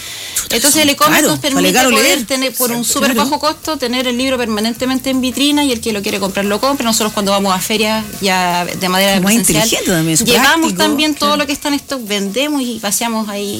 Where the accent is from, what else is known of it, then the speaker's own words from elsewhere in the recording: Santiago, Santiago Metropolitan Region, Chile; O sea, yo soy de Santiago, pero mi identidad está acá en la región.